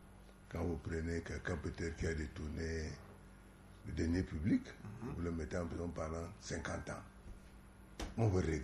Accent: Yoko, Centre, Cameroon; Moi, je me rappelle quand j'étais gamin, j'étais à Yoko. Mon père était gendarme.

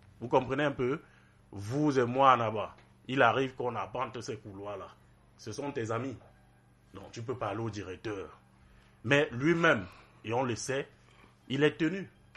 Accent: Cameroon; on est des Camerounais, c'est pas de la corruption.

